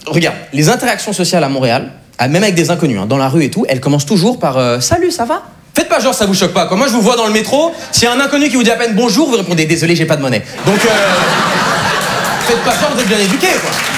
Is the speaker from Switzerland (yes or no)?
yes; Switzerland; J'ai une tête d'allemand, j'ai grandi en Suisse et j'ai de la famille en Amérique du Sud.